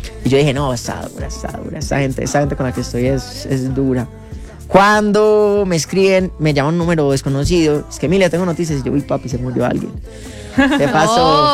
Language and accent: Spanish; Bulgaria; also born or lived in Colombia; sí yo crecí un tiempo en Bulgaria y después para acá, y mis cuchos son músicos clásicos